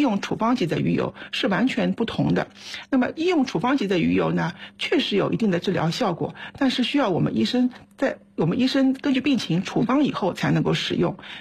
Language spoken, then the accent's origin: Chinese; China; 这在我们中国人中间呢特别明显。